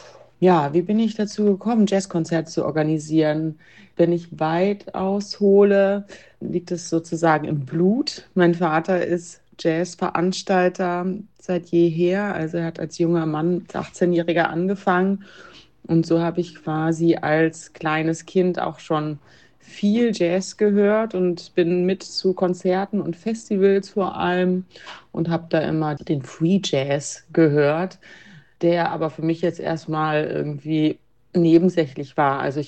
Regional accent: Wuppertal, North Rhine-Westphalia, Germany; also ich bin in Wuppertal aufgewachsen, muss man dazu sagen, wo eine tolle Jazzszene war.

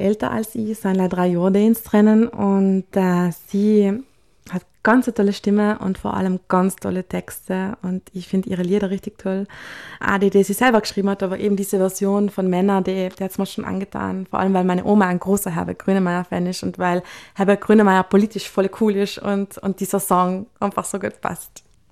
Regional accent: Trentino-Alto Adige, Italy; moved away as an adult; now in Vienna, Austria; wieso ich dann nicht in Italien lebe und wieso ich dann jetzt nach Wien gegangen bin. Und dann haben wir ein paar ganz interessante Gespräche gehabt, wie das als Südtirolerin dann so ist.

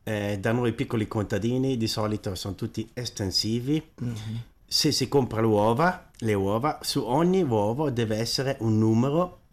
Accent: Trentino-Alto Adige, Italy; da noi, provincia di Bolzano.

